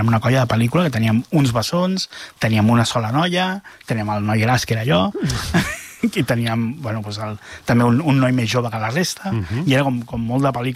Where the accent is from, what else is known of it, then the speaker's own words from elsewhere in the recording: Sabadell, Catalonia, Spain; Jo soc de ciutat, jo soc de Sabadell